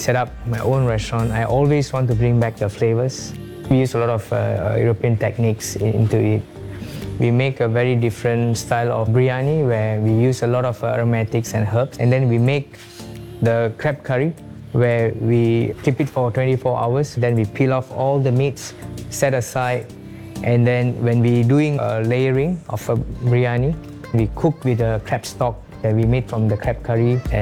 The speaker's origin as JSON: {"language": "English", "region": "Penang", "country": "Malaysia"}